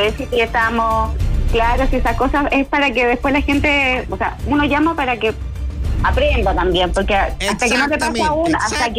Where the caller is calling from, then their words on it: La Serena, Coquimbo, Chile; soy de Serena todo esto.